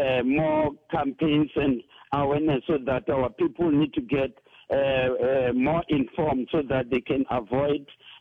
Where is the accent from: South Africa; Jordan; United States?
South Africa; We know we are not immune to any disease as South African and the world, because we are interdependent.